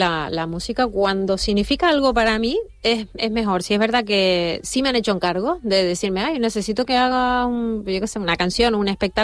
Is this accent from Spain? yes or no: yes; Punta del Hidalgo, Canary Islands, Spain; Punta del Hidalgo y para mí va a ser muy, muy especial. Me voy a sentir muy orgullosa porque es mi pueblo